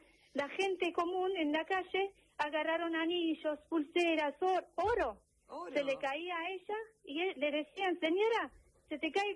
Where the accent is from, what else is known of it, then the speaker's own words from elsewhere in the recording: Armenia; now in Argentina; Yo soy armenia.